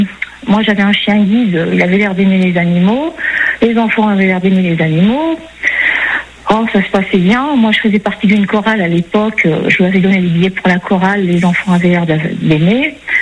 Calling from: Niort, Nouvelle-Aquitaine, France; j'habite à Niort, dans une petite ville.

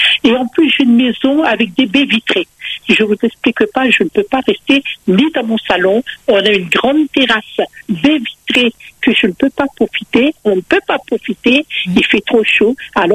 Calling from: Auvergne-Rhône-Alpes, France; Moi, ça fait 37 ans que je vis en Ardèche.

